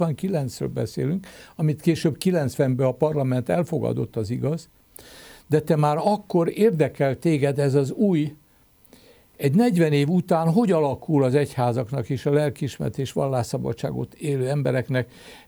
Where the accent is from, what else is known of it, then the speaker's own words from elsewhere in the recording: Szentendre, Pest, Hungary; én Szentendrei vagyok